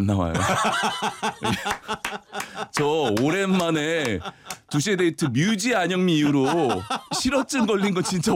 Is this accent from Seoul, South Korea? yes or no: no; Yangpyeong, Gyeonggi Province, South Korea; 저처럼 양평 출신 연예인을